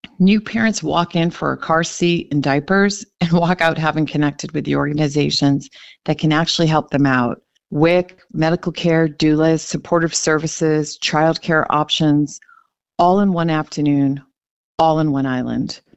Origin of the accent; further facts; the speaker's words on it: Falmouth, Massachusetts, United States; I grew up in Falmouth. I'm a Cape kid, born and raised. Coming back to work for the place that you're from is really a particular kind of privilege.